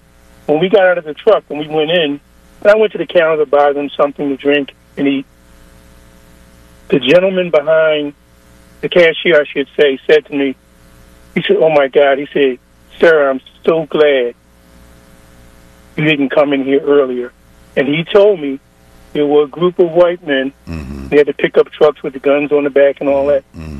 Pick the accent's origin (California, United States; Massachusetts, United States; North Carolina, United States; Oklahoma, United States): North Carolina, United States; born there; now in Southwest Philadelphia, United States; I was born in North Carolina